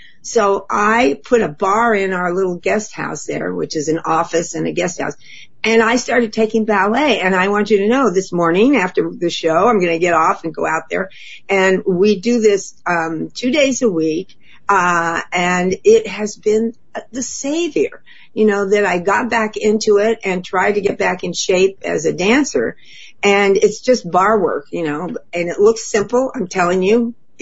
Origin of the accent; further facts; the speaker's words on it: Los Angeles, California, United States; now in Sausalito area, San Francisco Bay, United States; I grew up in Hollywood.